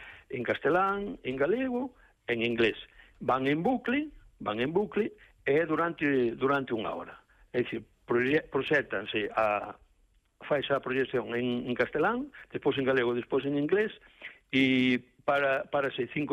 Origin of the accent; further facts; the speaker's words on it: Ézaro, Galicia, Spain; eu son un alcalde de Numbría, pero son nativo do Ézaro. Eu vivín a miña xuventú ali no Ézaro, eu vivín a miña xuventú ali na desembocadura da cascada.